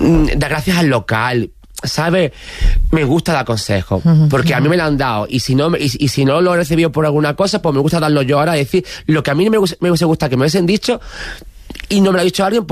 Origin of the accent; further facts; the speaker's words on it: San Fernando, Andalusia, Spain; En mi tierra, estaba en Jerez, de pregón, en Cádiz, en San Fernando.